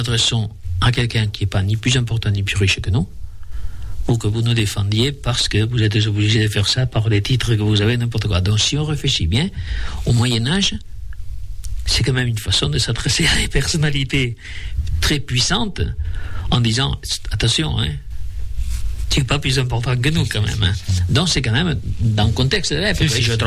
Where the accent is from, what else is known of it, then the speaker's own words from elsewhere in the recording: Aragon, Spain; on m'he criat jo a la Franja de Ponent